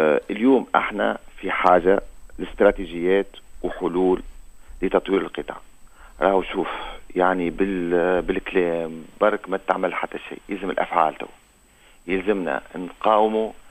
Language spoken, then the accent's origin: Arabic; Tunisia; احنا دولة تونسية